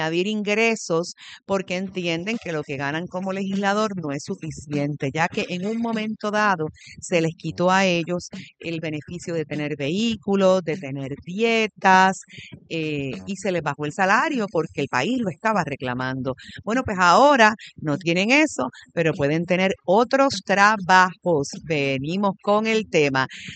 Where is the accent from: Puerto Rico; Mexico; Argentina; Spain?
Puerto Rico; nosotros como puertorriqueños